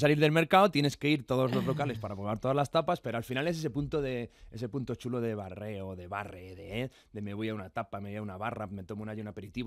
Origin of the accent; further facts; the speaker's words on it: Salamanca, Castile and León, Spain; o en Salamanca, de donde yo soy